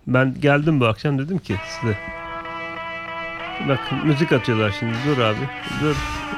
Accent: Kurtalan, Siirt Province, Turkey; born there; Kurtalan.

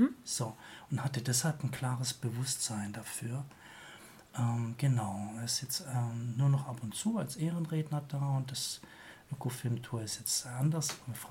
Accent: Baden-Württemberg, Germany; Ich komme selber aus der Nähe von Heidelberg.

